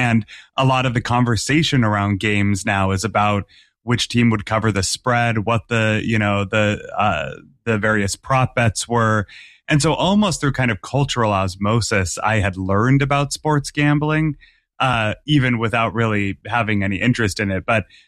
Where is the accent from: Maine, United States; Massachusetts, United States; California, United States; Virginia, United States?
Massachusetts, United States; born or raised there